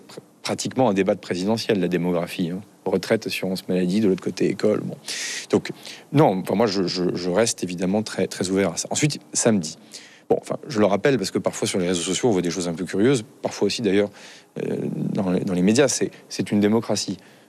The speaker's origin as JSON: {"language": "French", "town": "Vernon", "region": "Normandy", "country": "France", "tie": "born or raised there", "said": "je suis dans la ville dans laquelle je suis élu, dans laquelle j'ai grandi, à Vernon dans l'Eure."}